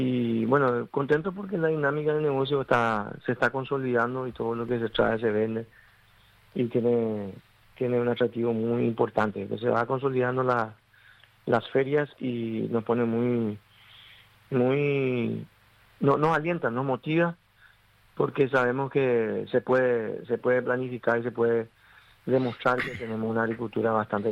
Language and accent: Spanish; Paraguay